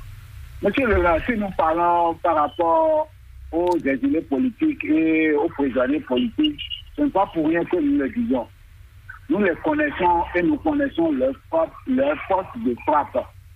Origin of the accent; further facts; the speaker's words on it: Benin; Nous sommes ensemble, nous sommes tous des Béninois et on va rester ensemble pour pouvoir travailler.